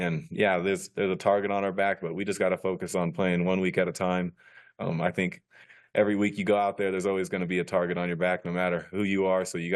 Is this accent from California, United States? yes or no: yes; California, United States; But growing up in California, that's something you always dream about being a part